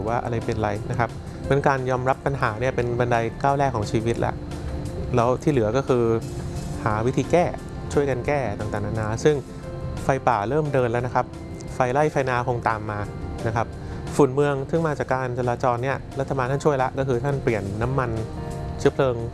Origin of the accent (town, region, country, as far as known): Bangkok, Thailand